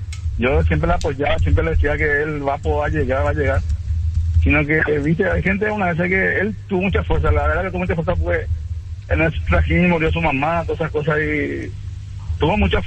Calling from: San Lorenzo, Central, Paraguay; Claro que sí, yo en Reducto, sí. Soy de Reducto, soy casi vecino de eso.

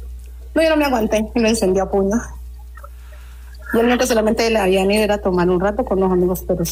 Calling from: Pradera, Valle del Cauca, Colombia; Desde aquí a Pradera Valle

